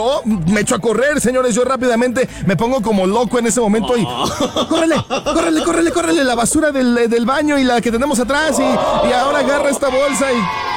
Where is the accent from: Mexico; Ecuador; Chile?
Mexico; estos sonidos nos han ido caracterizando poco a poco con el paso de los años como mexicanos.